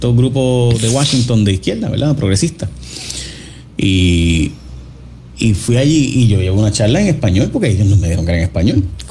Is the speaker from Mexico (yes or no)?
no; Puerto Rico